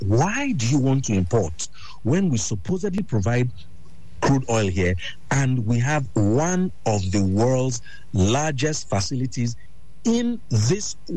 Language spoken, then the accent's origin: English; Nigeria; as a Nigerian